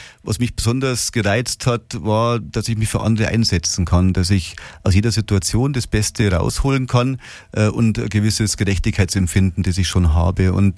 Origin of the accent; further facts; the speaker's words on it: Traunstein, Bavaria, Germany; also born or lived in Tegernsee / Holzkirchen; Richtig, genau, in Tegernsee geboren, 1972 und dann ja aufgewachsen in Traunstein bis zur 8. Klasse, also bis ins 14. Lebensjahr. Und dann sind wir nach Holzkirchen gezogen